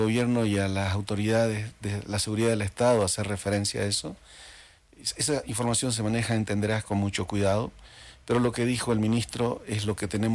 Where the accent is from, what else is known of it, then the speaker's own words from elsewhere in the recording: Santa Cruz de la Sierra, Santa Cruz, Bolivia; also born or lived in La Paz; Adopté la cultura cruceña. Y es interesante la mezcla, porque mi padre es Camba, mi madre es Potosina, yo nací en La Paz, me crié en Santa Cruz.